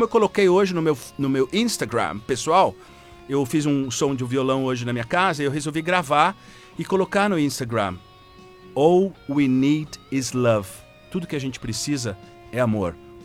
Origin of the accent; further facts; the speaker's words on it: Brazil; Nós somos brasileiros acima de qualquer coisa.